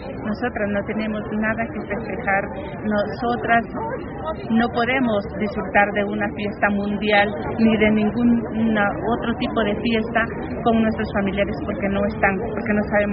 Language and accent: Spanish; Honduras; Él es hondureño, igual que yo, y hace más de 16 años que mi hijo fue desaparecido en este estado